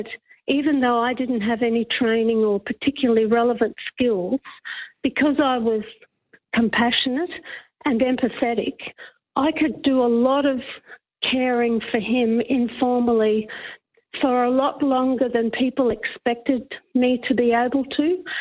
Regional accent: Kilkivan, Queensland, Australia; moved away as an adult; Well, I'm born and bred in Kilkeven 69 years ago. Mm-hmm. And I couldn't wait to get out of the area when I was 17. I wanted to see the world. And then in my early 40s, I came back.

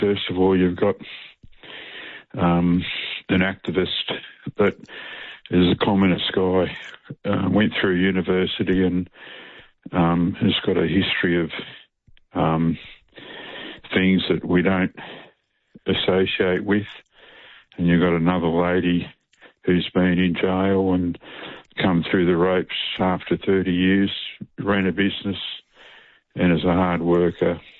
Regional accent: Victoria, Australia; now in New South Wales, Australia; I'm originally from Victoria.

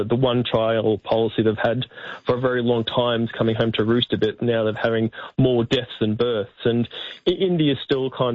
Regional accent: Townsville, Queensland, Australia; I remember growing up in Townsville

